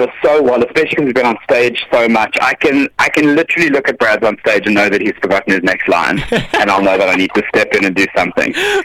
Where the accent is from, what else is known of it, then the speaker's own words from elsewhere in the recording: Somerset West, Western Cape, South Africa; and funny enough, I grew up in Somerset West.